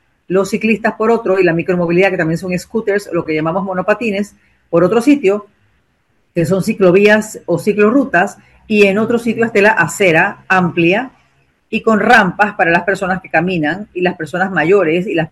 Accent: Chiriquí, Panama; saben ustedes que yo soy de Chiriquí

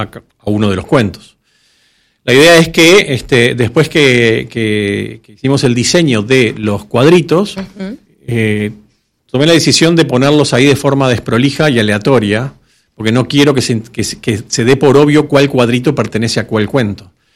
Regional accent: Uruguay; había como tres uruguayos, que éramos todos los uruguayos que había en Panamá, creo.

